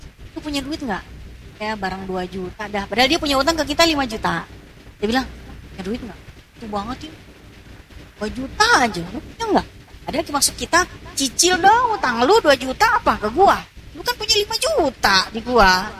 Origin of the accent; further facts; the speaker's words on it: Java, Indonesia; also born or lived in Jakarta; misalnya saya nih, saya sebetulnya orang Jawa, tapi lama di Betawi.